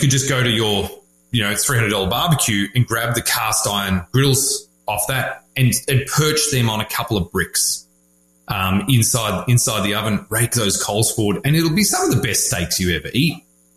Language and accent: English; Australia; Importantly, I think for Americans to know, because I've got, obviously I'm Australian, as you can tell by my glorious accent.